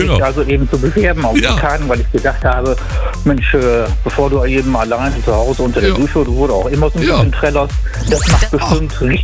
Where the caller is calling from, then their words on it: Osnabrück, Lower Saxony, Germany; Ich komme aus Osnabrück, Dudesheide.